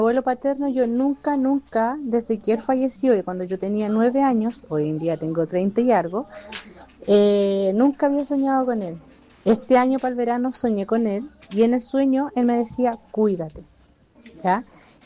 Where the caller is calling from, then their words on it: Molina, Maule, Chile; Acá yo soy de Molina